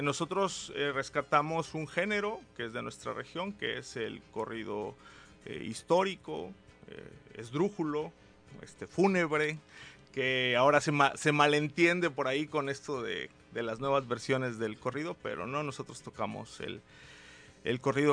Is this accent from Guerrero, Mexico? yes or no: yes; Chilpancingo, Guerrero, Mexico; Ellos llegaron desde muy chicos a Chilpancingo, entonces pues somos de Chilpancingo.